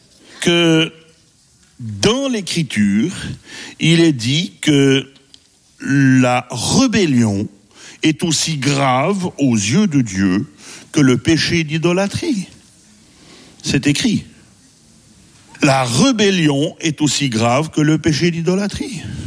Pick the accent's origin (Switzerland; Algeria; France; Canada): Switzerland; je suis suisse hein, quand même, toujours un peu prudent quand même.